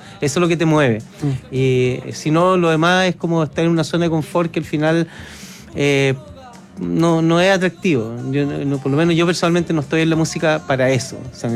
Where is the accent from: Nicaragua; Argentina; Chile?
Chile; Santiago, Santiago Metropolitan Region; born there; Nosotros construimos nuestra vida, nuestra juventud, en estado de sitio, en esta ciudad.